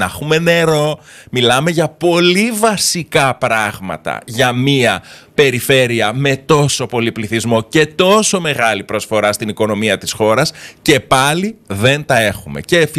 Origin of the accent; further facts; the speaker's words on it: Macedonia, Greece; moved away as an adult; also born or lived in Malevizi, Crete; now in Crete, Greece; εγώ δεν είμαι 100% από εδώ, μισός έχω καταγωγή από το Μαλεβίζι και μεγάλωσα στη Βόρεια Ελλάδα, στη Μακεδονία, ερχόμουν εδώ μόνο τα καλοκαίρια στην Κρήτη, τώρα είμαι, την τελευταία δεκαετία είμαι μόνιμα εδώ